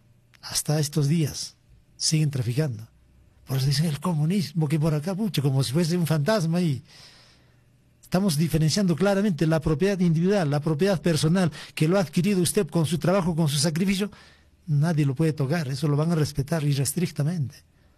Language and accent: Spanish; Peru; ¿De qué somos los peruanos dueños?